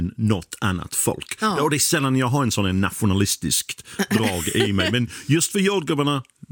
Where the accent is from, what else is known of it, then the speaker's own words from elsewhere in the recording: England, United Kingdom; now in Sweden; jag som före detta engelsman, jag älskar min jordgubbe precis lika mycket.